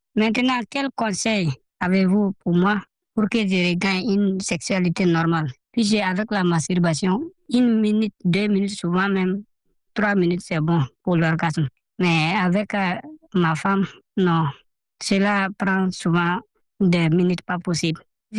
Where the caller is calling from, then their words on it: Bamako, Mali; j'ai 33 ans. Je vous appelle depuis Bamako.